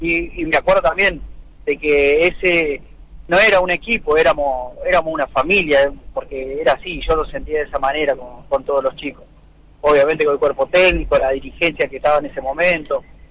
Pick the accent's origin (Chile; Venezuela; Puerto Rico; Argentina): Argentina; Isla Verde, Córdoba; Yo soy de Isla Verde, Córdoba, un pueblito de 4.000 habitantes, al sur de Córdoba. Estamos limitando con Santa Fe y bueno, la ciudad más cercana es Corral de Bustos